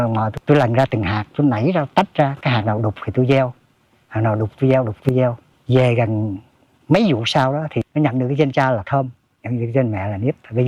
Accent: An Giang, Vietnam; born or raised there

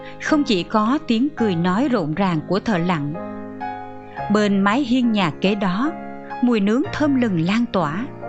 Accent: Hon Son island, Kien Giang, Vietnam; Du lịch Hòn Sơn phát triển nhanh chóng, lượt du khách đến hòn đảo quê tôi ngày càng tăng.

